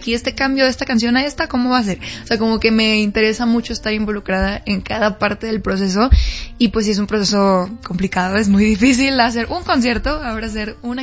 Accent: Guadalajara, Jalisco, Mexico; Arrancaré en Guadalajara, mi ciudad natal, y eso me emociona muchísimo porque además de que tengo tiempo de no ir a Guadalajara

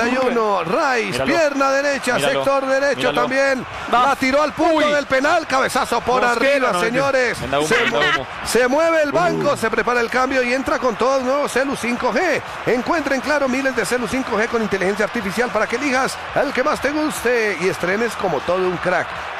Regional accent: Colombia; Doctor Motel, viéndolo como colombiano, hasta la primera ronda.

